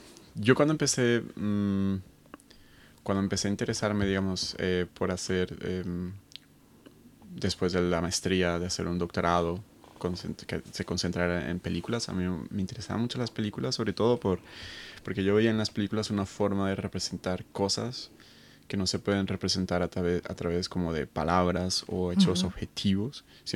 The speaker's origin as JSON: {"language": "Spanish", "region": "Bogotá", "country": "Colombia", "tie": "born or raised there", "also_born_or_lived": "Barranquilla", "moved": "yes", "said": "que es pues en el norte de Colombia, es el Caribe, y cuando tuve 8 años me fui a vivir con mi madre y mi hermana, me fui a vivir a Bogotá"}